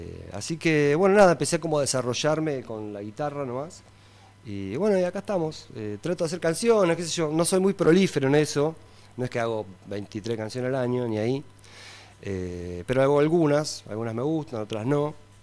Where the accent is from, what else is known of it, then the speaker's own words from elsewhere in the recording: Mar del Plata, Buenos Aires Province, Argentina; also born or lived in Comodoro Rivadavia; Vengo de... Bueno, nacido a cortito, nacido en Comodoro Rivadavia, Chubut. Y como a los 12 más o menos me fui con mis padres, mi madre va en realidad, a Mar del Plata, donde me radiqué ahí, ya nos quedamos ahí.